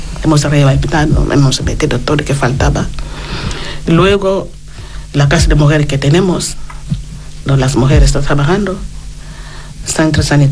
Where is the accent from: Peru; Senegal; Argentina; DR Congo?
DR Congo; Spanish is a second language; now in Spain; el tema de violencia de género, que es mucho en mi país.